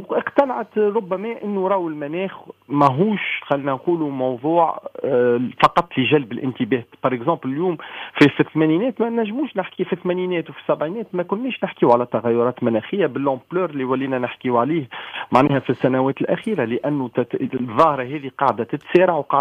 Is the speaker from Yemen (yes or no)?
no; Tunisia; احنا كدولة تونسية